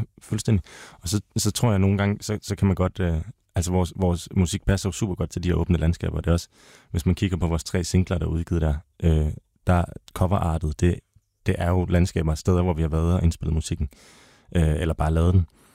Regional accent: Slettestrand, North Denmark Region, Denmark; Jeg er vokset op ved Slettestrand, helt op ved Nordvestjylland.

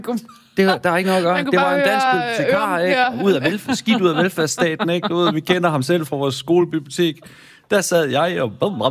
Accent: Central Denmark Region, Denmark; Så fordi jeg er vokset op i Midtjylland og kun har haft engelsk i 3 år, så er mit engelsk jo så skole dansk.

